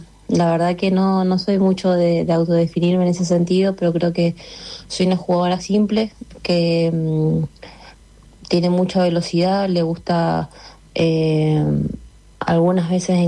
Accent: Mendoza, Argentina; born there; nací acá en Mendoza, por ahí no tengo mucho la tonadita acá porque nada, desde muy chica he vivido en otras provincias, así que por ahí se me pueden mezclar un poquitito el cordobés sobre todo.

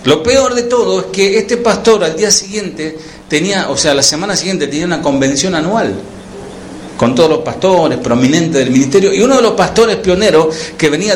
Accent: Argentina; born there; la Iglesia de Dios en Argentina, allí donde nosotros nacimos.

